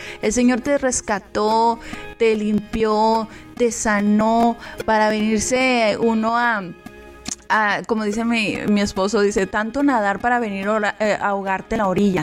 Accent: Delicias, Chihuahua, Mexico; Yo vengo de rancho, hermanos, así que ustedes me van a ir conociendo. Soy de Delicias, Chihuahua, y me da mucho orgullo si soy de rancho.

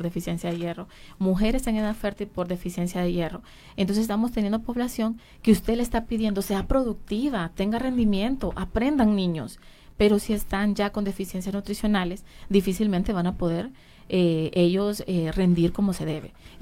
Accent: Honduras; y como hondureños ni la fortalecemos ni la estamos protegiendo

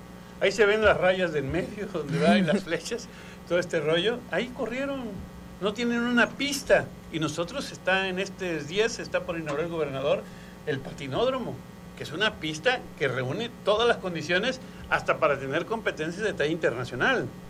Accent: Tenosique, Tabasco, Mexico

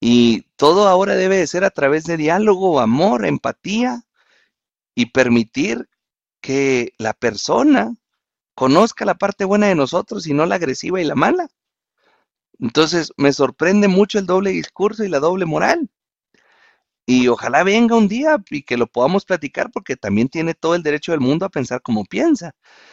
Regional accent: Mexico; primero somos mexicanos

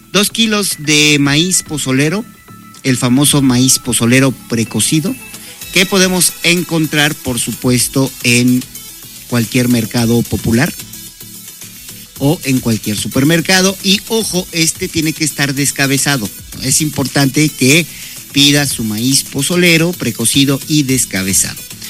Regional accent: Mexico; imagínense qué bonito de verdad es estar celebrando que somos mexicanos, que somos personas trabajadoras

